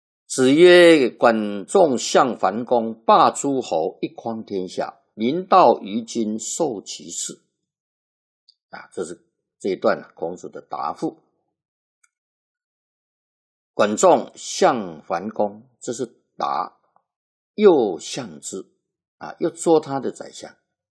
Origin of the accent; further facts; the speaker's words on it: China; 那么今天呢，我们中国人呢，不要自己的文化啊，而且自己还去求啊，用外国的文化来改变呢